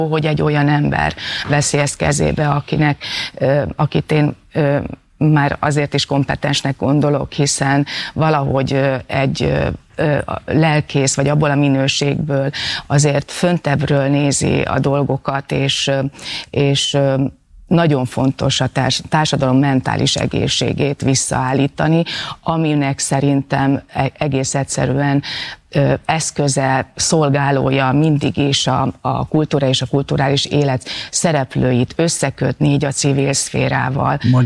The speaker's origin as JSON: {"language": "Hungarian", "town": "Sopron", "region": "Győr-Moson-Sopron", "country": "Hungary", "said": "én Sopronban az én koromban"}